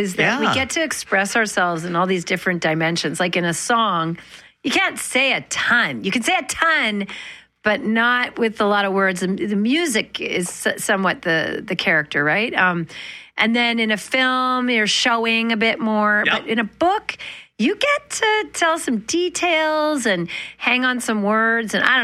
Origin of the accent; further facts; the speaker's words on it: Manitoba, Canada; Growing up in Manitoba, I always tell this story.